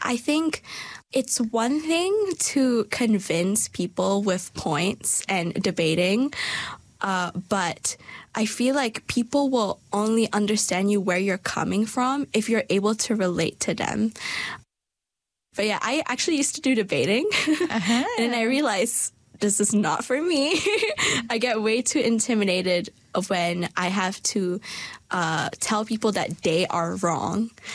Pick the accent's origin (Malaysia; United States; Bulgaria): Malaysia; now in Dunedin, New Zealand; I'm 18 years old, and I come from Malaysia, and I go to Otago Girls High School.